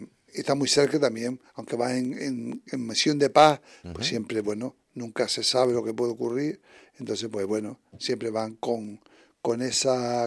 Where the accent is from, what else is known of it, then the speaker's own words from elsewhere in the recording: Canary Islands, Spain; Bueno, al ser canario